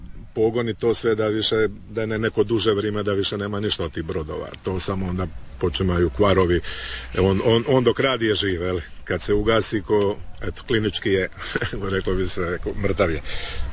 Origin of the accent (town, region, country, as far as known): Croatia